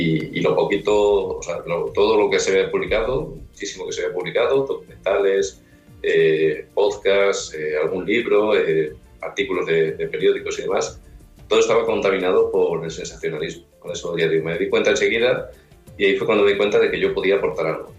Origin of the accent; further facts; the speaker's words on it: Extremadura, Spain; precisamente como yo soy extremeño